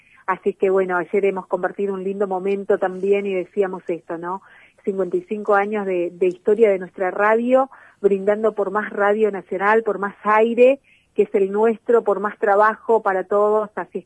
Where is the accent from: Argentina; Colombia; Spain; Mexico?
Argentina; Pozo del Mortero, Formosa; also born or lived in Las Lomitas; fui criada en un pueblo, soy de Las Lomitas, pero fui criada en un pueblo a unos kilómetros de Las Lomitas, que es Pozo del Mortero